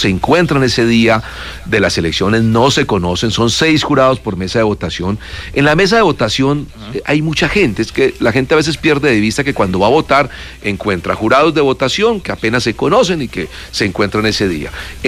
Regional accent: Colombia; ustedes y yo somos colombianos

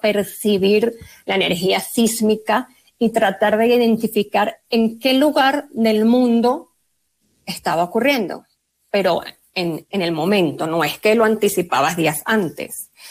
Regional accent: Venezuela; now in Colombia; yo soy venezolana, pero ya tengo 16 años viviendo acá.

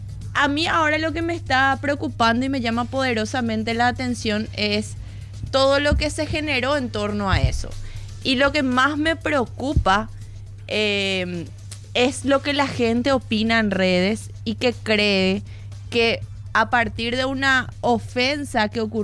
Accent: Paraguay; el racismo que tenemos acá en Paraguay

